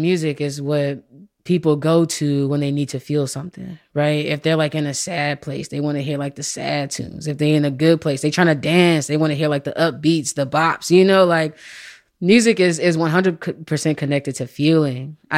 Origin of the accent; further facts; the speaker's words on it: Sparta, Illinois, United States; now in Chicago, United States; I'm originally from this tiny little town in Sparta, Illinois. It's just like a town of maybe like 1,000 people, maybe.